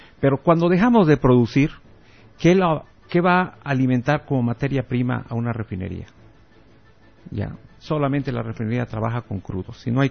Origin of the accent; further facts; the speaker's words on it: Bolivia; estoy hablando como un boliviano